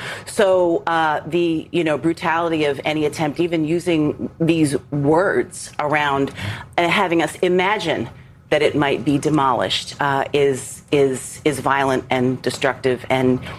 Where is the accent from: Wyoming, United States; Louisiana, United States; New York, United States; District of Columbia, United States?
District of Columbia, United States; Washington; I grew up in Washington, D.C.